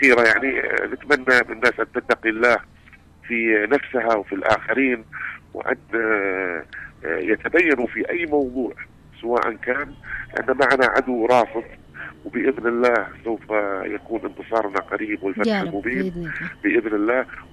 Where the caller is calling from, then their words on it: Yemen; حرب السعودية علينا الآن الشعب اليمني